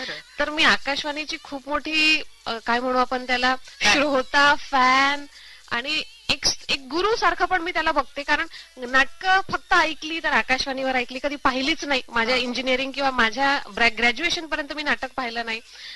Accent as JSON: {"language": "Marathi", "town": "Pulgaon", "region": "Maharashtra", "country": "India", "tie": "born or raised there", "said": "तर जसं मी सांगितलं की मी पुलगाव, वर्धेनंतर जे पुलगाव आहे तिथे विटाळा म्हणून ते आमचं गाव आहे. सो माझं बालपण तिथे गेलं आणि 12वी पर्यंत तिथेच शिक्षण झालं."}